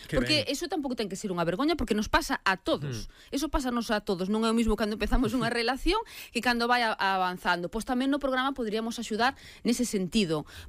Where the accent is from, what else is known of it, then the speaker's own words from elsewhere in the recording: Galicia, Spain; E nos como galegos temos que ter ese sentimento porque, o que máis ou que menos, ten un familiar emigrado.